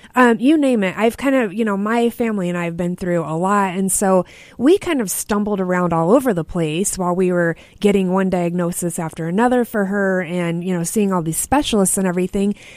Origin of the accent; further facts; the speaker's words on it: Monmouth, Illinois, United States; moved away as an adult; also born or lived in Nebraska; now in Peoria, United States; Okay, backstory is I'm from Monmouth, so not far from here.